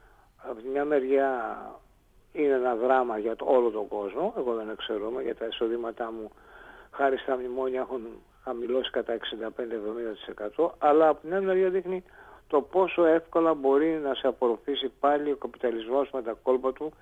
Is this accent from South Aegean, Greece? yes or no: yes; South Aegean, Greece; born there; αναγνώρισα την πατρίδα μου, στη Σαντορίνη